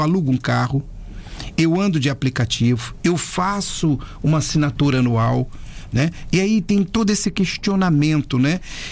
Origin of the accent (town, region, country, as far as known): Brazil